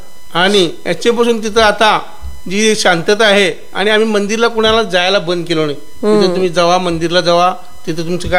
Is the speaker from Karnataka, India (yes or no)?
yes; Uchagaon, Karnataka, India; आम्ही मूळचे उजगावचे। आम्ही एका शेतकरी कुटुंबामधून जन्म घेऊन आमचे वडील शेतकरी होते